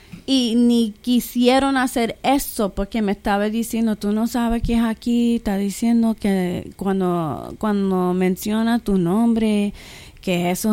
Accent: Puerto Rico; Yo no nací aquí, pero yo soy puertorriqueña. Y mis padres nacieron en Puerto Rico, pero siempre fue que mi papá tenía mucho orgullo de Puerto Rico. Y yo crecí viajando a Puerto Rico.

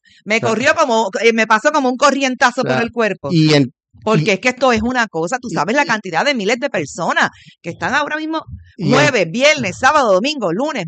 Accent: San Juan, Puerto Rico; also born or lived in Mayagüez, Puerto Rico; Yo nací en Mayagüez, Puerto Rico, en el Cerro Las Mesas. Pero yo desde pequeña, a los 2 años, me trajeron a vivir a San Juan. Y toda mi vida la he hecho aquí en San Juan.

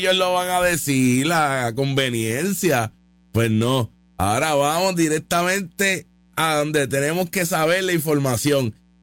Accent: Puerto Rico; yo como puertorriqueño, yo no quiero que destruya La Palguera

